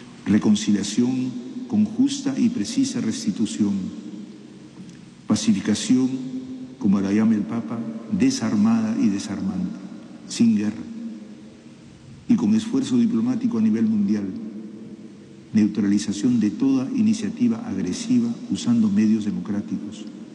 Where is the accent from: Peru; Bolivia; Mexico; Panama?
Peru